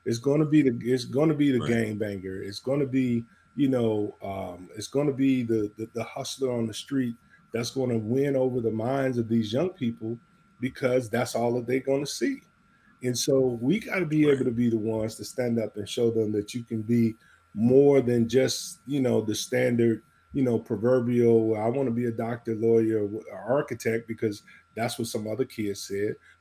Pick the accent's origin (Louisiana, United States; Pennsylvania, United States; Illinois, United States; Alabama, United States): Illinois, United States; Chicago; also born or lived in Gary; I grew up in Jeffrey Manor on the south side of Chicago. I lived in Gary for a number of years as a kid. We moved around a lot